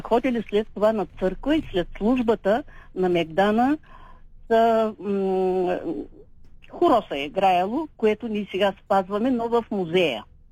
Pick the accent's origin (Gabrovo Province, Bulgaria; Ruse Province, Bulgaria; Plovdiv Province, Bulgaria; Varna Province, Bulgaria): Gabrovo Province, Bulgaria; accent: Balkan (balkandzhiyski); now in Pobit Kamak, Bulgaria; Те пак сме габровци. Запазили сме и тяхни диалекти. Ходила съм по този край, защото моя род е от Габровския, от Козирог Габровско.